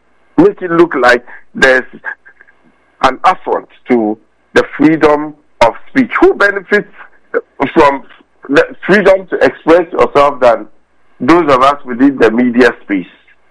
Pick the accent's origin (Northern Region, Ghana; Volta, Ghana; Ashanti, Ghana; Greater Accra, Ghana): Northern Region, Ghana; Tamale; I remember growing up in Zegbeli, Tumali.